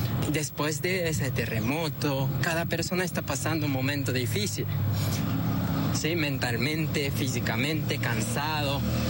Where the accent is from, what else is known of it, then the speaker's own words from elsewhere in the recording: Argentina; Buenas tardes, somos un grupo de Argentina, se llama AR13, somos todos bomberos voluntarios de Argentina, vinimos 30 rescatistas en este equipo.